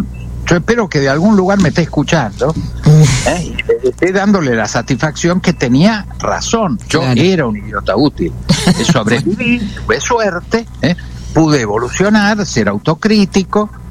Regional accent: Argentina; yo estudié en Estados Unidos. Fui 2 veces embajador argentino en Estados Unidos.

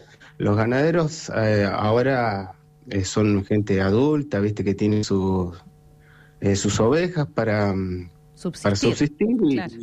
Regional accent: Cholila, Chubut, Argentina; Yo soy de Cholila, soy nativo de Cholila, y así que sé lo que es la ruralidad

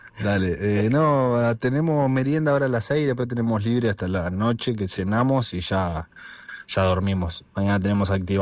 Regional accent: Tigre, Buenos Aires Province, Argentina; De Tigre, Buenos Aires, zona norte

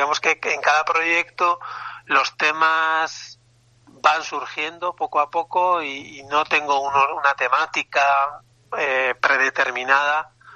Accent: Spain; first language eu; Spanish is a second language; mi lengua materna es el euskera, mi familia se habla euskera

